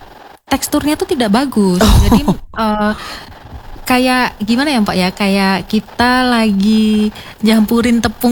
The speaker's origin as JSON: {"language": "Indonesian", "region": "Central Java", "country": "Indonesia", "lives_now": "Manokwari, Indonesia", "said": "Saya malah dari Jawa Tengah."}